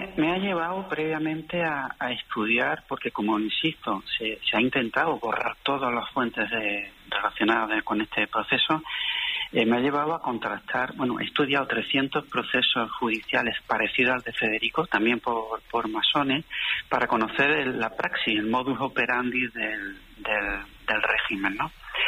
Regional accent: Granada, Andalusia, Spain; Pero también como granadino quiero expresar mi deuda de gratitud

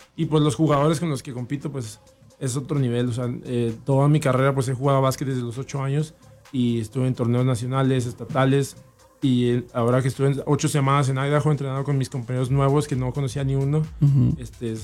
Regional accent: Camargo, Chihuahua, Mexico; moved away as an adult; also born or lived in Ciudad Juárez, Mexico; Soy jugador de básquetbol. Soy un chihuahuense. Nací en Juárez, criado en Camargo.

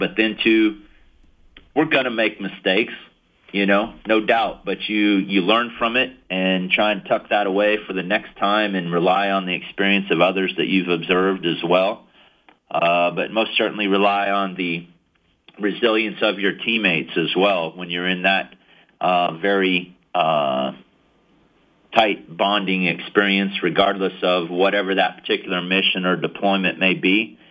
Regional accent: Kansas, United States; even growing up in Kansas, riding horseback was going to play such a role.

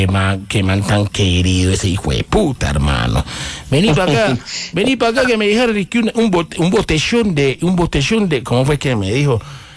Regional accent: Medellín, Antioquia, Colombia; nosotros somos los rockeros de Medellín.

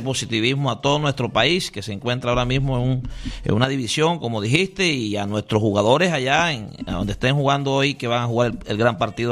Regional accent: Remolino, Magdalena, Colombia; now in Barranquilla, Colombia; la interpreté con el sentimiento y el amor que me caracteriza por ser un costeño, soy de Remolino, Magdalena, pero tengo mucho tiempo de estar aquí en Barranquilla.

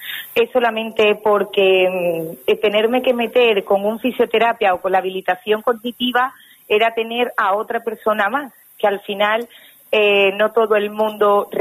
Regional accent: Calamonte, Extremadura, Spain; yo realmente soy de Calamonte

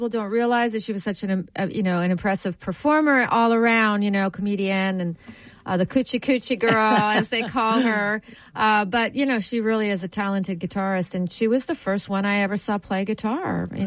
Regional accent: Ottawa, Ontario, Canada; Well, I'm from Ottawa, Canada. The capital of Canada. And it's a beautiful town in Ontario. Beautiful in the Ottawa Valley. It's a gorgeous area. And, that's where I grew up.

